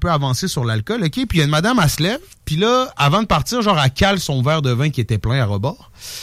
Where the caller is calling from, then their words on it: Quebec City, Quebec, Canada; ben moi, je viens de Limoilou.